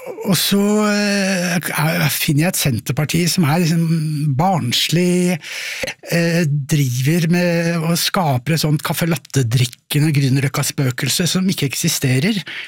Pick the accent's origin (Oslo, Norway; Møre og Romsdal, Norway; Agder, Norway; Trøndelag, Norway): Oslo, Norway; also born or lived in Sweden; jeg som de fleste andre i Oslo, jeg er Oslo-gutt, jeg er født i Sverige riktig nok, men jeg vokste opp med foreldre som var innflyttere fra bygda